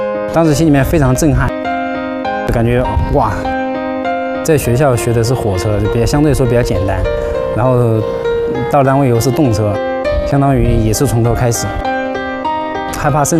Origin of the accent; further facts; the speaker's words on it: Zunyi, Guizhou, China; moved away as an adult; now in Guiyang, China; 今年32岁，参加工作已经有8年多了。我的家是遵义市汇川区沙湾镇沙湾村的，然后从小在农村长大嘛